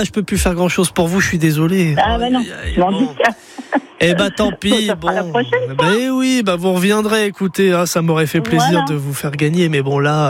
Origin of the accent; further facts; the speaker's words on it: Nouvelle-Aquitaine, France; pas en Andalousie, j'ai pas les moyens, mais dans le Poitou, hein, chez nous en Vienne et en Deux-Sèvres, ce sera déjà pas mal.